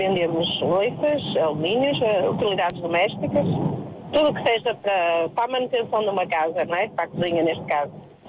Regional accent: Barcelos, Norte, Portugal; Barcelos, sim, numa freguesia, Galeria de Santa Maria, que é o Monastério Belo de Barcelos.

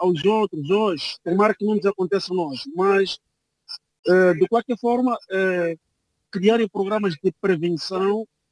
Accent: Angola; os países africanos, que é Angola, eu sou angolano, neste caso

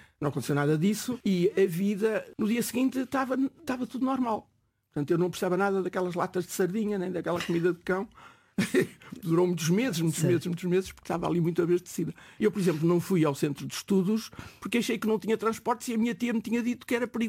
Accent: Portugal; como todos os portugueses, o que eu queria era sair do país e ir ver outros países onde realmente havia outra liberdade.

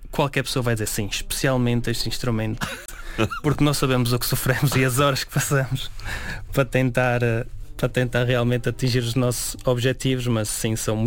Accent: Celorico da Beira, Centro, Portugal; Val das Ares, fica em Celurico da Beira

